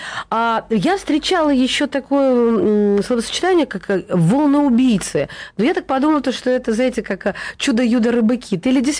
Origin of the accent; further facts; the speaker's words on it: Kursk, Kursk Oblast, Russia; я просто родом из Курска.